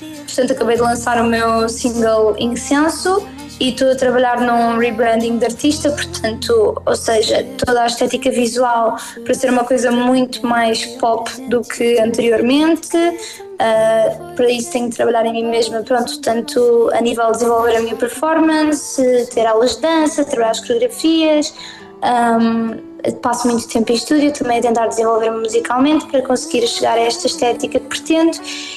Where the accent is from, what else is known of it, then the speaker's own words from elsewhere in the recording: Lisbon, Portugal; Pronto, eu sou aqui de Lisboa